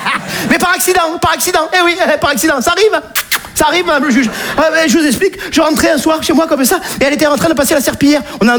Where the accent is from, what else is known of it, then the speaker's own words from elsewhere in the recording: Nice, Provence-Alpes-Côte d'Azur, France; je suis niçois, hein, je ne fais pas partie de ces sudistes qui tapent sur les Parisiens, pas du tout.